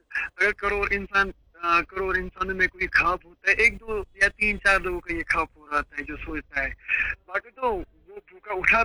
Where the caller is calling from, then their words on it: Budgam district, Jammu and Kashmir, India; मैं सेंट्रल कश्मीर से बात कर रहा हूँ, जिला बड़गांव में हमारा गांव पड़ता है।